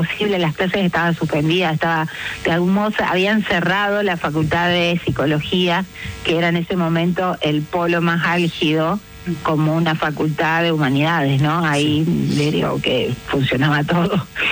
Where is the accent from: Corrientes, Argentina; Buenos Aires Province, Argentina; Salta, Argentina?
Corrientes, Argentina; Paso de los Libres; moved away as an adult; now in Santa Fe, Argentina; No, claro, es adoptivo, ¿no? Porque me crié en Paso de los Libres